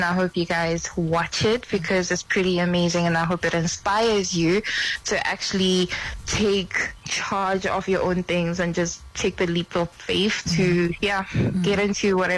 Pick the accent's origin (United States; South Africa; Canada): South Africa